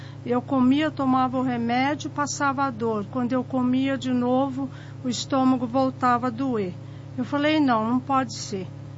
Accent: Novo Oriente, Ceará, Brazil; Eu vim do Novo Oriente.

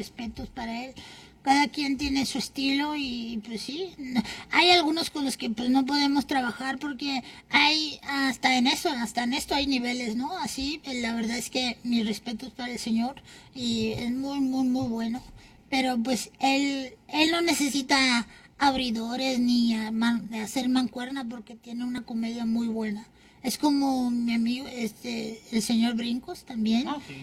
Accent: Zumpango, State of Mexico, Mexico; Somos del Estado de México, estamos ahí cerquita de... Se llama Zumpango, pero estamos al ladito del nuevo aeropuerto de la ciudad del Estado de México, del AIFA.

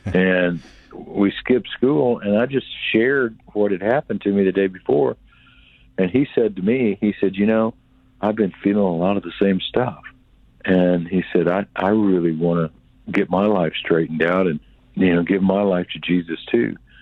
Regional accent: the South, United States; I was raised in the South.

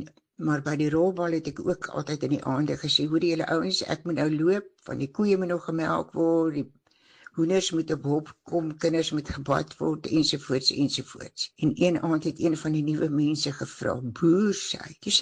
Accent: Vryheid, KwaZulu-Natal, South Africa; now in Mossel Bay, South Africa; My grootwordjare, ek het in Vryheid Natal groot geword.

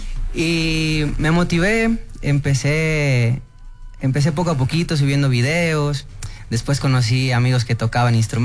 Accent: Guadalajara, Jalisco, Mexico; Soy de Santa Tere, Santa Teresita.

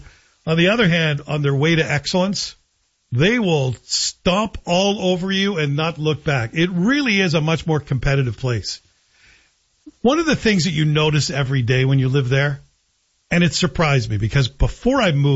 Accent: Canada; moved away as an adult; now in United States; But to move there as a Canadian, I had to prove that I made more money than almost anyone in my field

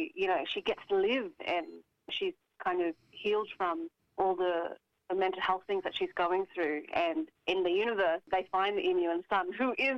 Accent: Queensland, Australia; also born or lived in Northern Territory / Western Australia; I am a Cookajungan and Mullaridji woman from Far North Queensland. Yeah, that's who I am, but I also grew up in Northern Territory and over in Western Australia.

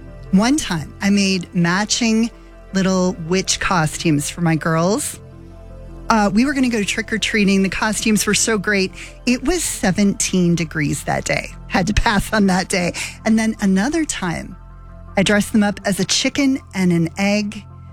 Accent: Colorado, United States; growing up in Colorado

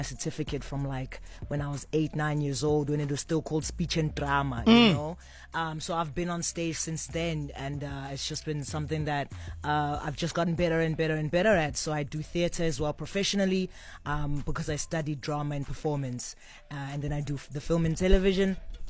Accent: Durban, KwaZulu-Natal, South Africa; All the way from Durban, 031 in the building.

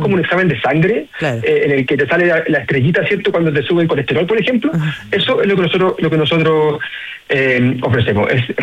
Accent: Chile

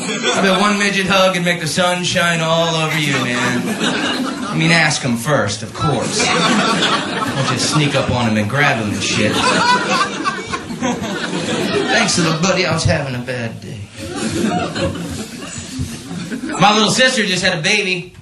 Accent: Orlando, Florida, United States; I'm originally from Florida, everybody.

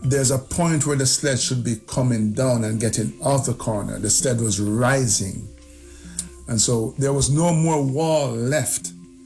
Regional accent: Jamaica; it's okay because we're from Jamaica, tropical island, so whatever result we get, we get.

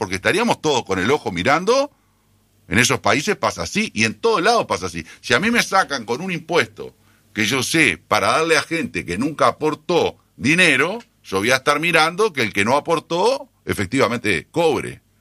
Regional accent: Uruguay

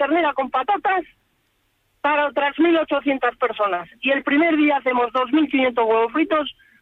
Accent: Fustiñana, Navarre, Spain; now in Tudela, Spain; Quiero dejar claro que estoy en Tudela, pero soy de Fustiñana.

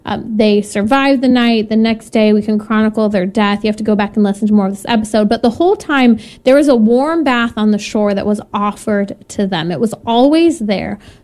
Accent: California, United States; I'm from California.

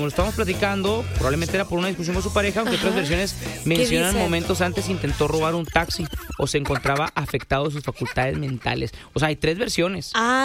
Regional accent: Monterrey, Nuevo León, Mexico; Yo soy de Monterrey.

